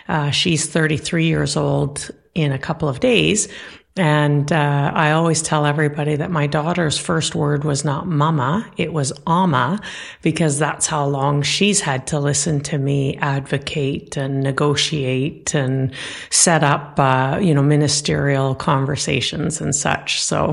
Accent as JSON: {"language": "English", "region": "British Columbia", "country": "Canada", "moved": "yes", "lives_now": "Mission, Canada", "said": "I'm from the Killer Whale Clan, and the Blackfish is the crest for the Killer Whale. I come from the Gitnahangik tribe, or people of the Hemlock in northern British Columbia, and I am Simsian."}